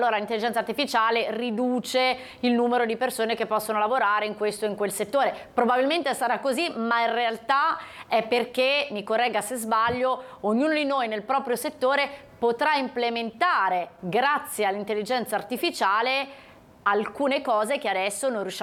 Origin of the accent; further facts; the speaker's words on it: Casella, Liguria, Italy; born there; Glielo dice una che è nata a Casella, quindi per quello che ci conosce.